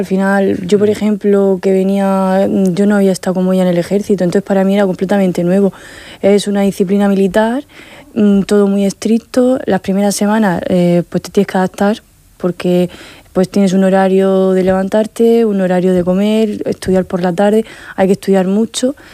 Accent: Abanilla, Region of Murcia, Spain; yo es que soy de un pueblo de Macispenda, que es una pedanía de Abanilla.

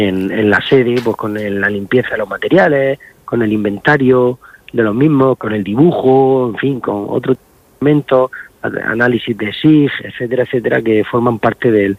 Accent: Santomera, Region of Murcia, Spain; me hace mucha ilusión que eso ya se haya sentado aquí en Santomera, en mi pueblo.

